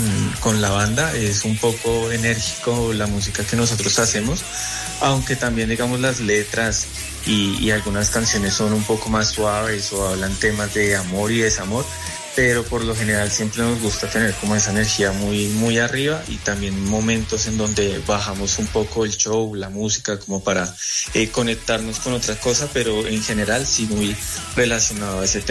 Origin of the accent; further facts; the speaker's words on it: Colombia; esa identidad que tenemos nosotros como no solo como colombianos, sino como latinos.